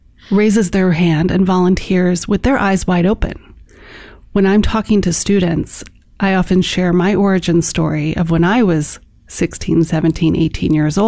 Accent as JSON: {"language": "English", "town": "Chicago", "region": "Illinois", "country": "United States", "tie": "born or raised there", "said": "I grew up in Chicago, and I went to a boarding school."}